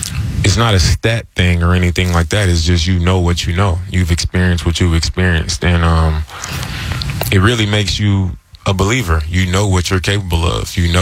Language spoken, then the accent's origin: English; Oakland, California, United States; moved away as an adult; now in Portland, United States; I'm from Oakland, that's home. I've been living here 15 years.